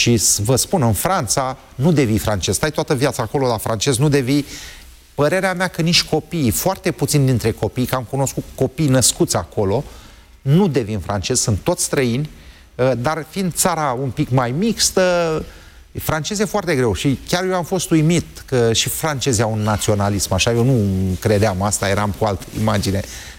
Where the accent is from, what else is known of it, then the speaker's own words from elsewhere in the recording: Slobozia, Ialomița County, Romania; Bine, dar eu sunt din Slobozia și n-am 3 ani